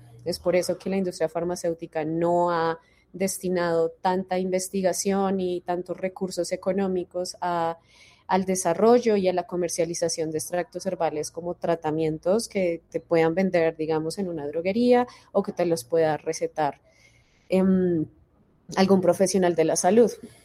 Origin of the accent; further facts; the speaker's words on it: Colombia; Creo que sería importante como investigadora colombiana empezar a estudiar pues nuestra flora